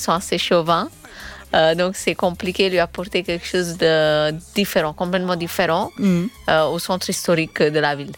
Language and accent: French; Naples, Campania, Italy; moved away; Chez nous, à Naples